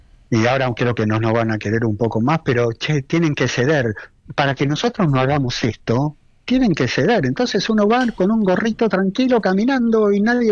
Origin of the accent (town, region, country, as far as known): Pinamar, Buenos Aires Province, Argentina